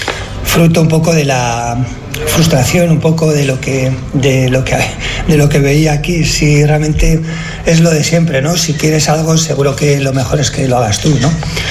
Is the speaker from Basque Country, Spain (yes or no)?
yes; Romo, Basque Country, Spain; Resulta que, bueno, yo soy de aquí, de Romo